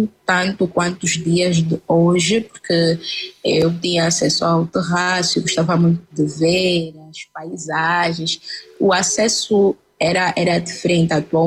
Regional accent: Luanda, Angola; Sim, nasci em Luanda, nas Ingombotas, Baixa de Luanda, num edifício chamado Jota Pimenta.

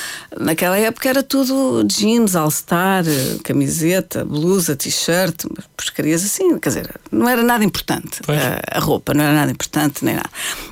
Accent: Portugal; now in Brazil; Eu quero fazer a diferença, eu sou portuguesa, eu não sou brasileira, eu vou cantar em português.

